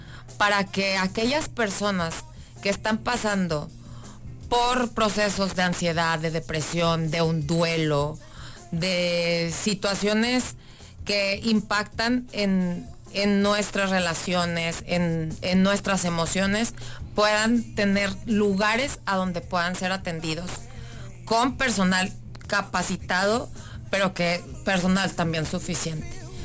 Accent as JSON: {"language": "Spanish", "town": "Saltillo", "region": "Coahuila", "country": "Mexico", "tie": "born there", "said": "soy nacida aquí en Saltillo, Coahuila, en el hospital universitario, el hospital más saltillense."}